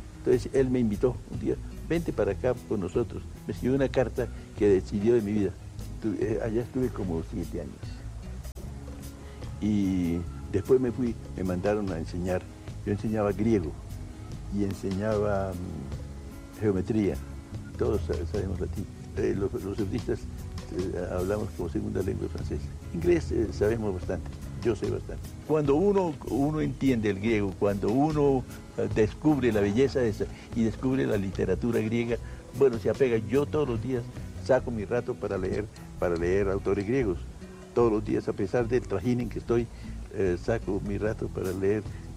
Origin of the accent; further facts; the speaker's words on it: Cúcuta, Norte de Santander, Colombia; moved away; Mi infancia pasó en Cúcuta. Yo estudié en una escuela que dirigía la hermana Rosalía, la hermana en la plazoleta Mercedes Ábrego.